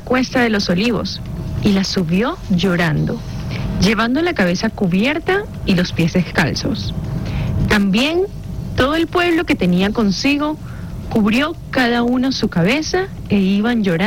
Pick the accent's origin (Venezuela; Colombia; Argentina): Venezuela; yo como venezolano o yo como ciudadano no me puede doler mi país, me va a doler completamente mi país